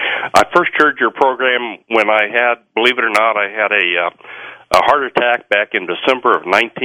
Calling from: Independence, Missouri, United States; in Independence, Missouri.

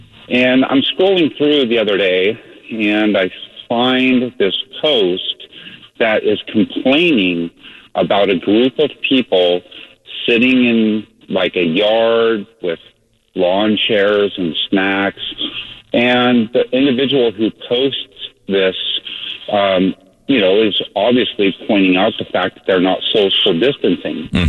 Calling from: Salem, Oregon, United States; I live about 20 miles west of Salem, and in a small community of about 15,000 people.

